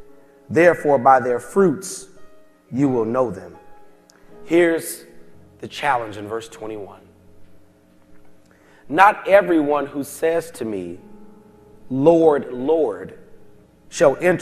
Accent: Springfield, Massachusetts, United States; well, you remember, I came from Springfield, Massachusetts. And if you want to know what Springfield, Massachusetts was like, close your eyes, tell me what you see. So to come from there to here is fabulous.

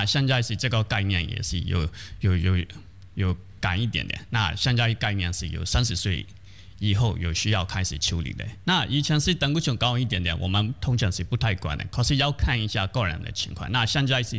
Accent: Myanmar; now in Hualien, Taiwan; 那我是从缅甸来的

